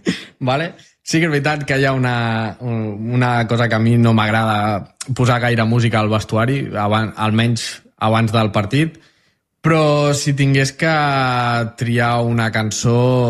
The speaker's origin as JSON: {"language": "Catalan", "town": "Maçanet de la Selva", "region": "Catalonia", "country": "Spain", "said": "jo soc de Massanet."}